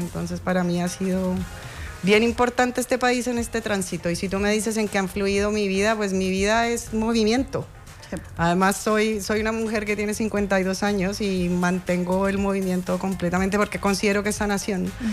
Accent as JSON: {"language": "Spanish", "country": "Colombia", "moved": "as an adult", "lives_now": "Chile", "said": "yo soy colombiana. Yo llevo en este maravilloso país más o menos 13 años."}